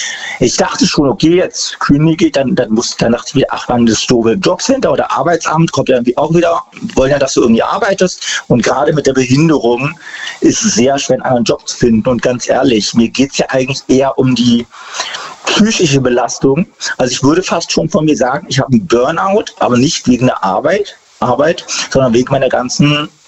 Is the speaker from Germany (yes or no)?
yes; Mannheim, Baden-Württemberg, Germany; Aus Mannheim.